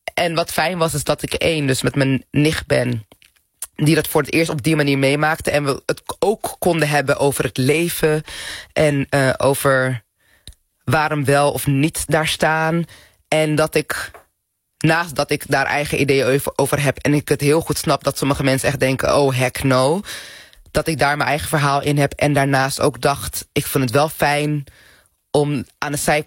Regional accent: Netherlands; born there; Nogmaals, ik ben hier geboren... Mijn moeder en mijn vader zijn onder de Nederlandse vlag geboren.

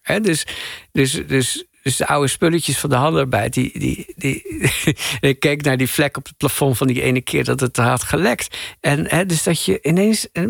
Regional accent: Assen, Drenthe, Netherlands; moved away; We woonden aan de rand van Assen, provinciestadje.

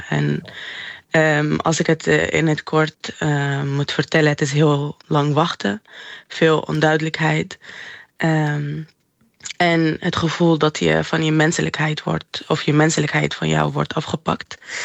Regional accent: Syria; mijn thuisland was in 2024. En daar toen kon ik natuurlijk niet naar Syrië.

